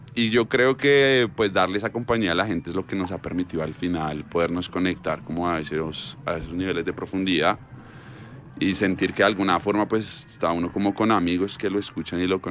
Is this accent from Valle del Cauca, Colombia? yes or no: no; Bogotá, Colombia; moved away; Yo siento que soy más colombiano, siento que soy más rolo allá. Ay. Que allá caigo en cuenta de todo lo que soy, consecuencia de mi ciudad